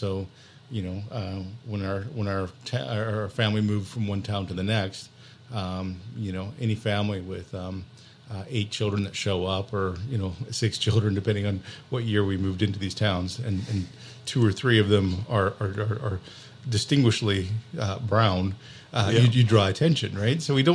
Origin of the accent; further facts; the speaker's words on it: Whitehorse, Yukon, Canada; my first exposure to friendship centers was when I was a kid, growing up in Whitehorse, Yukon, and going to the Skookum Gym Friendship Center.